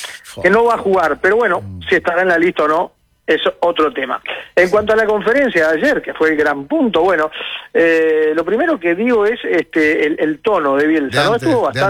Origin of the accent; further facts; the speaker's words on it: Uruguay; somos bravos los uruguayos